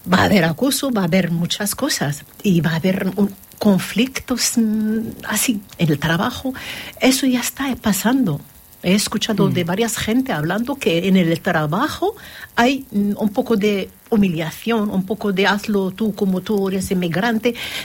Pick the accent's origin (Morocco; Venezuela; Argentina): Morocco; now in Gandia, Spain; Yo soy española, de origen marroquí. Llevo 27 años aquí en Gandía y voy a estar aquí.